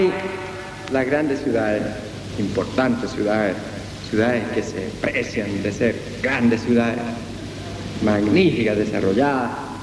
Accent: Chile; En mi país mataron a un hombre al cual yo creo que los chilenos le debemos en gran parte el triunfo del 4 de septiembre, al general René Schneider.

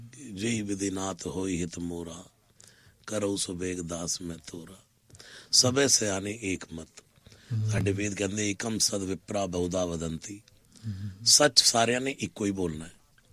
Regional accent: Delhi, India; born there; ਦੋ ਮੰਦਰ ਬਣਵਾਏ ਜਿੱਥੇ ਮੇਰਾ ਜਨਮ ਹੋਇਆ ਸੀ

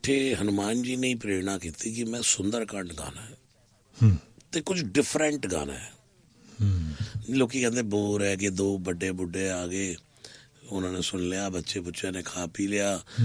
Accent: Delhi, India; born there; ਦੋ ਮੰਦਰ ਬਣਵਾਏ ਜਿੱਥੇ ਮੇਰਾ ਜਨਮ ਹੋਇਆ ਸੀ

